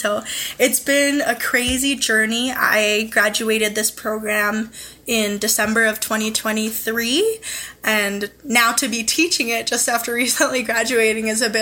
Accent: Burwash Landing, Yukon, Canada; also born or lived in Whitehorse, Yukon; My home is in Kluwani Lake Country in Burwash Landing, Yukon Territory. I was born up here in Whitehorse, Yukon, and moved back to Burwash in 2010 and have pretty much lived in the Yukon ever since. I graduated in Whitehorse in 2019

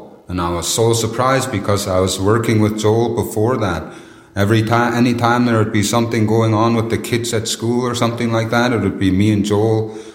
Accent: Old Crow, Yukon, Canada; Old Crow. But the proper name for it is Techik. Techik just means the mouth of the river, because it's right at the mouth of the Crow River, which leads into Crow Flats.

